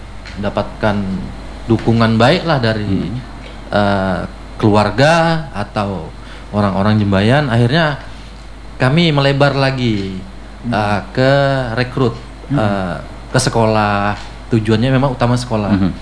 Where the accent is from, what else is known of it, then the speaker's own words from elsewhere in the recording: Muara Kaman, East Kalimantan, Indonesia; Muara Kaman. Nah, hiduplah musik tingkilan Muara Kaman itu dengan anak-anak muda